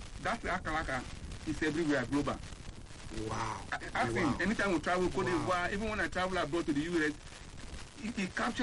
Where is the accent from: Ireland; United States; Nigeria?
Nigeria; Rivers; I am from River State in a tribe called Ekpe.